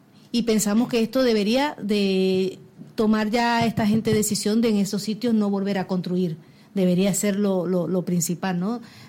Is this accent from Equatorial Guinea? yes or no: no; Venezuela; moved away as an adult; now in Spain; O sea, yo salí de Venezuela pensando en un futuro mejor para mis hijas. Y yo veo a mis hijas y las veo bien aquí en España.